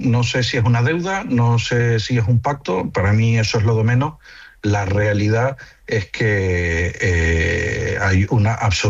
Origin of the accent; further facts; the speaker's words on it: Canary Islands, Spain; Ya digo que yo también, que soy canario